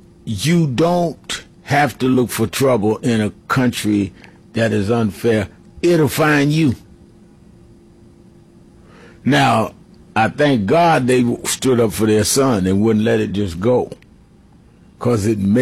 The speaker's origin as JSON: {"language": "English", "town": "Brooklyn", "region": "New York", "country": "United States", "tie": "born there", "said": "I was born in Brooklyn, but I visited there several times in Dothan, Abbeville, Alabama."}